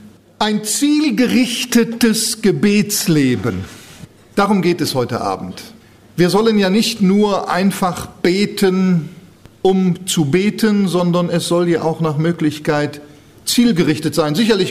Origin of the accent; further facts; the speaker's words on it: Cologne, North Rhine-Westphalia, Germany; Anlass war die über Pfingsten in Köln, meine Heimat, stattfindende Tagung